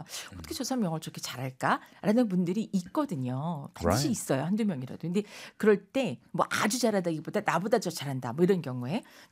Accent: South Korea; 우린 또 한국인들은

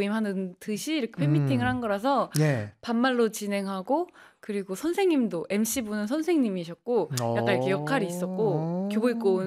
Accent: Cheongju, North Chungcheong, South Korea; now in Seoul, South Korea; 진짜로 저는 청주에서 올라왔잖아요. 지방 출신이잖아요.

